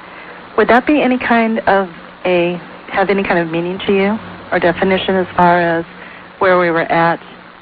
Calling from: Tacoma, Washington, United States; Okay, I'm calling from Tacoma, Washington.

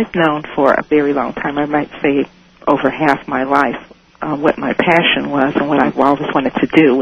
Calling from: Chicago, Illinois, United States; I'm calling from WLS in Chicago.

